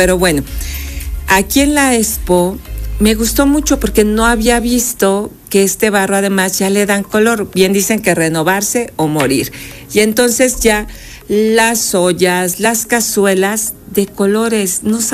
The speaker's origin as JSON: {"language": "Spanish", "country": "Mexico", "said": "Finalmente todos somos mexicanos y mexicanas."}